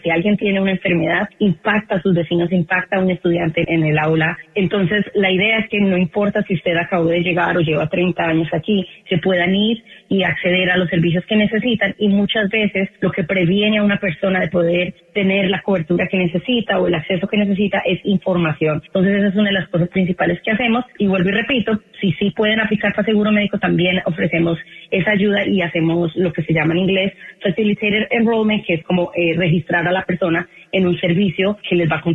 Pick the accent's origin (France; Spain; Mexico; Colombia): Colombia; now in United States